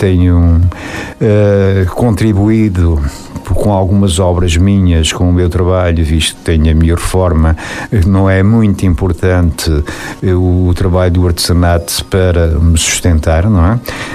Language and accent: Portuguese; Portugal; born there; eu nasci em Gafes